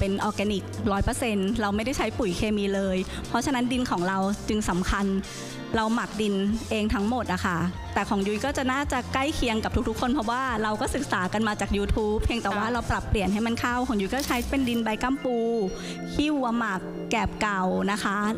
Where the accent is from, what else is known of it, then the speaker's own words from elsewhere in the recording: Bangkok, Thailand; born there; กับพี่แหม่มเราเป็นคนกรุงเทพสองคนเลยโดยกำเนิดเราไม่มีทรัพยากรใดๆเป็นต้นทุน